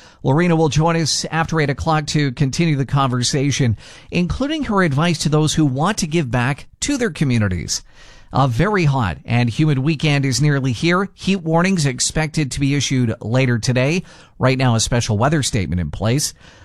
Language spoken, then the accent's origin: English; Morden, Manitoba, Canada; learning about that generosity and the importance of engagement from growing up in Morden.